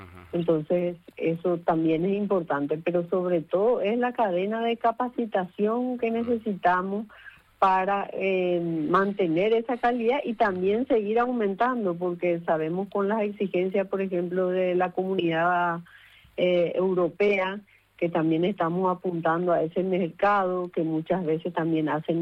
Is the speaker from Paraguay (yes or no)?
yes; Paraguay